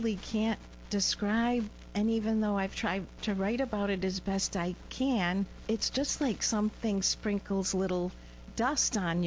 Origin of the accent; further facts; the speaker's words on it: United States; And I'm an American, I love America